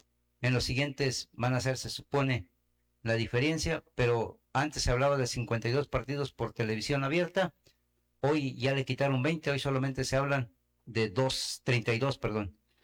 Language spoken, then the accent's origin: Spanish; Mexico; ¿cuál es la razón que hoy como mexicanos estamos pagando esta situación?